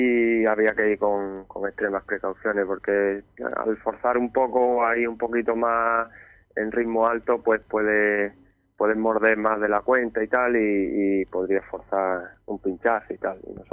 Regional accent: Ubrique, Andalusia, Spain; yo soy natural de Ubrique, allí en la Sierra de Cádiz

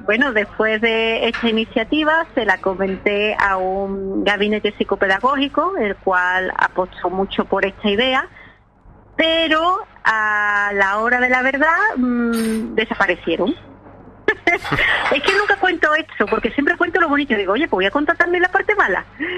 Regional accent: Seville, Andalusia, Spain; Bueno, tampoco soy de tan lejos, soy de Sevilla.

